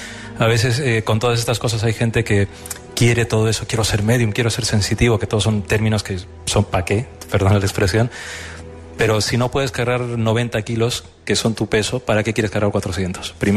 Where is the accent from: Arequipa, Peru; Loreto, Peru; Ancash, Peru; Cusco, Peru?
Arequipa, Peru; moved away; Sí, cuando era pequeño, en la casa en Perú